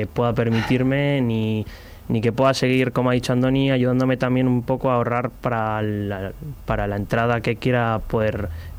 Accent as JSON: {"language": "Spanish", "town": "Portugalete", "region": "Basque Country", "country": "Spain", "said": "Yo de Portugalete"}